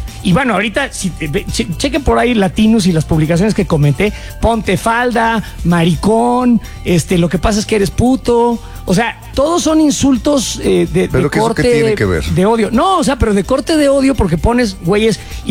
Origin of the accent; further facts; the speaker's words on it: Mexico; No, güey, soy un mexicano que ya está hasta